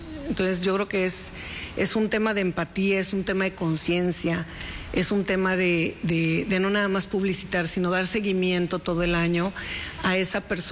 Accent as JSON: {"language": "Spanish", "region": "Yucatán", "country": "Mexico", "said": "toda la comunidad que vivimos y que somos yucatecos."}